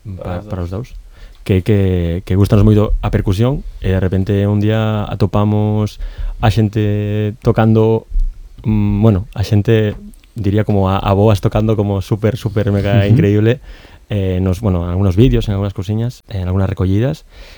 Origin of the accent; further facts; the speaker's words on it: Barcelona, Catalonia, Spain; Galician is a second language; son de Barcelona, de Poblenou. E xa está, teño raíces bueno, en México tamén.